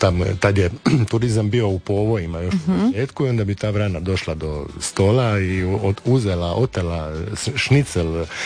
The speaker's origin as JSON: {"language": "Croatian", "town": "Trogir", "region": "Split-Dalmatia County", "country": "Croatia", "tie": "born there", "said": "Ja se sjećam iz djetinjstva kod našeg u Trogiru bačvara Korada"}